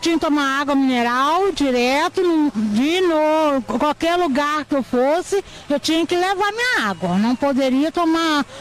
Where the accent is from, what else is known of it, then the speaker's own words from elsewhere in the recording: Paraíba do Sul, Rio de Janeiro, Brazil; Eu vim da cidade de Rio de Janeiro, Paraíba do Sul.